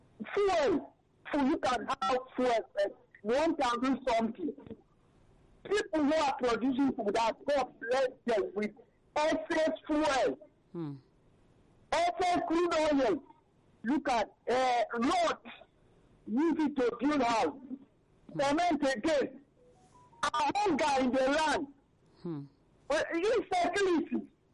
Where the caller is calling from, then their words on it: Abuja, Federal Capital Territory, Nigeria; I'm calling you from Abuja.